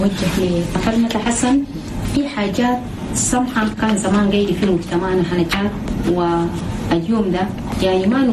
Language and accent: Arabic; Chad; بلدنا تشاد